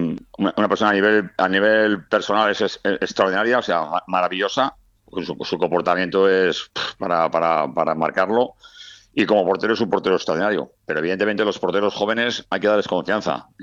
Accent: Galicia, Spain; yo tengo mucha afinidad y mucho cariño a mi tierra de Galicia

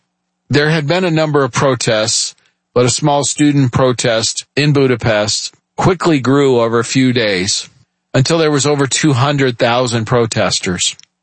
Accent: United States; born there; I've shared this often before, but I'm first-generation American. … is a Hungarian name. I was born here in the United States.

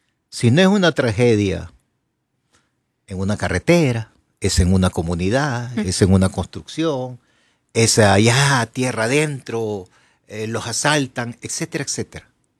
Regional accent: Honduras

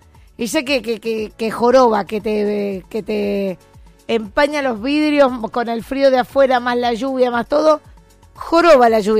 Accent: Argentina; Hoy somos todos Argentina

